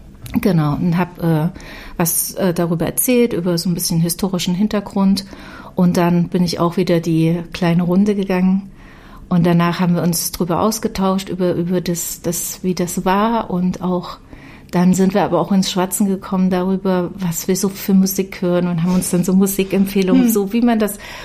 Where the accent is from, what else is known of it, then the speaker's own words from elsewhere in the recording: Weimar, Thuringia, Germany; moved away; Ich komme ja aus Weimar